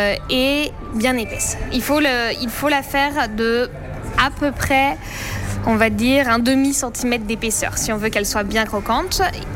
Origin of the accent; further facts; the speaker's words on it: Brittany, France; moved away; c'est de mon pays d'origine, de ma ville, enfin pas ma ville mais en tout cas de ma région.